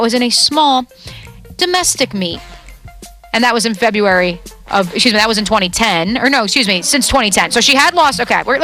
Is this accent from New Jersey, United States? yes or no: yes; New Jersey, United States; I mean, I grew up in New Jersey and followed the New York Giants and New York Jets, so I will leave it at that.